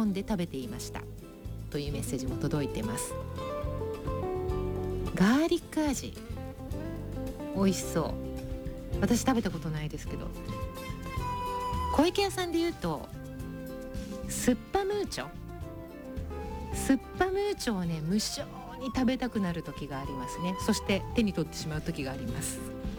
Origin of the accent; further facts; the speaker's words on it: Hamamatsu, Shizuoka, Japan; 私のふるさと浜松にはね